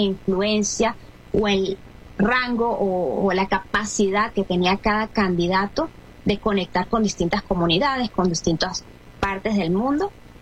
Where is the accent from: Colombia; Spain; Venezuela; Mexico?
Venezuela; todo lo que hacemos como venezolanos y que nos representa.